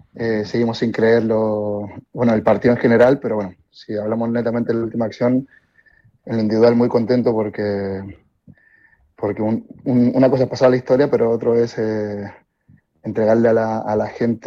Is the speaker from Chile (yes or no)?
yes; Chile; moved away; volver a casa, a mi tierra, a Chile, luego de estar casi más de 20 años fuera de mi país